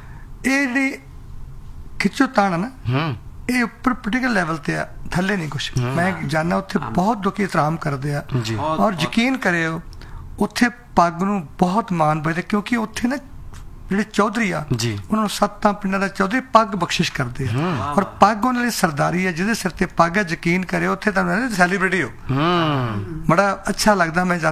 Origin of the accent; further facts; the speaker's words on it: Amritsar, Punjab, India; ਕਿਉਂਕਿ ਮੈਂ ਅੰਮ੍ਰਿਤਸਰ ਤੋਂ, ਲਾਹੌਰ ਸਾਡੇ ਸੋਹਣਾ ਚੱਲਦਾ ਸੀ